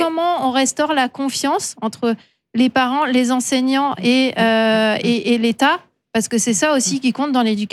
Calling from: Tours, Centre-Val de Loire, France; J'habite à Tours, donc il y a une mairie écolo-socialiste, mais... Et je suis dans un quartier aisé

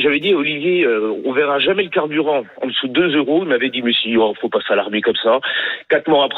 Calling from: Dijon, Bourgogne-Franche-Comté, France; Moi, je suis de Dijon. J'ai un peu plus de 110 km à faire.

